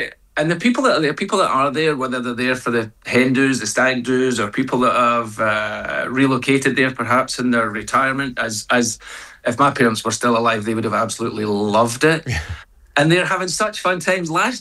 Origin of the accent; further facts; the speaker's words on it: Scotland, United Kingdom; accent: regional accent; being Scottish